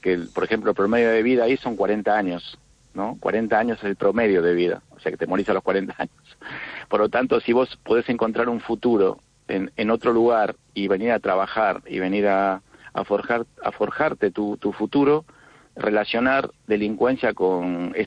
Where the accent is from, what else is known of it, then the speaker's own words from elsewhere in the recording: Argentina; now in Spain; Soy de Argentina y vivo en España, soy español, pero bueno, también un poco argentino, o soy de los dos lados, ¿no?